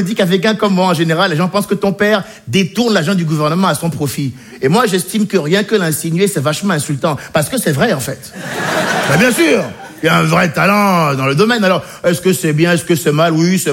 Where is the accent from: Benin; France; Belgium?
Benin; J'ai grandi au Bénin, un petit pays d'Afrique de l'Ouest, dont je vous dirais bien que c'est le pays le plus corrompu du monde.